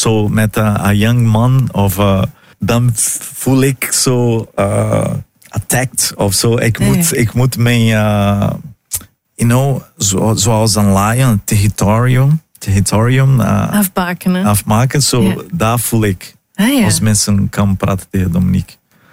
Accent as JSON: {"language": "Dutch", "country": "Brazil", "lives_now": "Netherlands"}